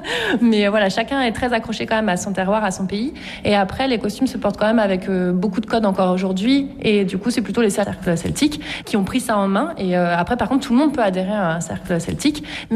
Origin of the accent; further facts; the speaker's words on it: Cap Sizun, Brittany, France; moi, je ne suis pas bretonne à l'origine, mais depuis que je suis ici, j'ai grandi, entre guillemets